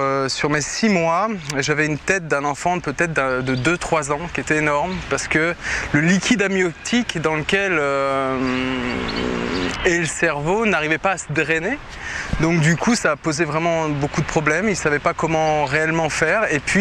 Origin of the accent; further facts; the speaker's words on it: Mauvière, Centre-Val de Loire, France; je suis originaire du centre de la France, dans un petit village qui s'appelle Mauvière, dans le Berry.